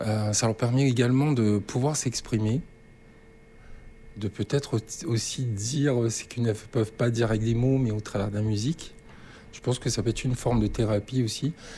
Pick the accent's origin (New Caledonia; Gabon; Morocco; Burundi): New Caledonia; je suis né en Nouvelle-Calédonie. J'ai grandi avec les Kanaks.